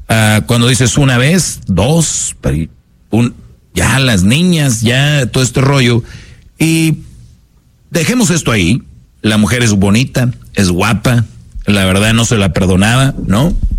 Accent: Monterrey, Nuevo León, Mexico; yo de niño en Monterrey sí jugábamos con eso

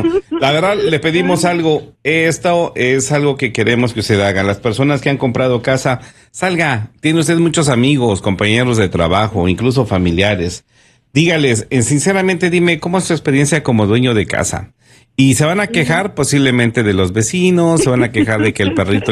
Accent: Mexico; el sistema nos ha enseñado, los que venimos desde México, que no agarres deudas.

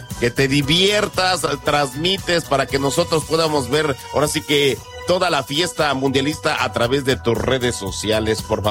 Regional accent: Mexico; como mexicanos nos pintamos solos para el relajo y la fiesta

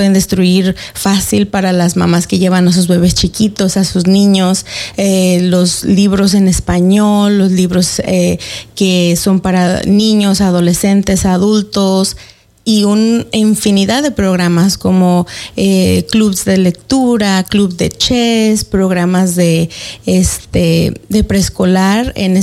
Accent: Mexico; now in Mid-Columbia, United States; Yo crecí, y yo nací en México y crecí en México hasta que nos movimos por acá.

